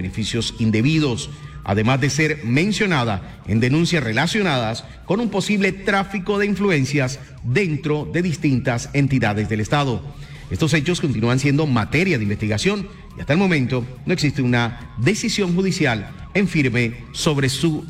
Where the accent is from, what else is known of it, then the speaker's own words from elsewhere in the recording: Santa Marta, Magdalena, Colombia; Y tú quieres Santa Marta por las playas, por la Sierra Nevada, por... Es que es mi tierra, es más bonita que Cartagena.